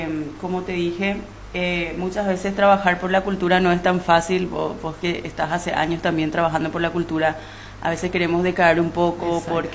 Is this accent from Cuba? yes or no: no; Paraguay; first language Guarani; Spanish is a second language